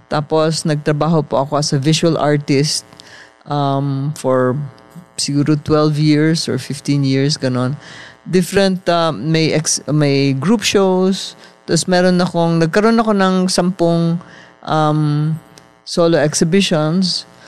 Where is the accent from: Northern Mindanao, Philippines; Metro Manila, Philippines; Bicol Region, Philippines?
Metro Manila, Philippines; Parañaque; Kasi napakadaming batang kalye dito sa Pilipinas. Lalo na sa Paranaque, dahil taga Paranaque po kami.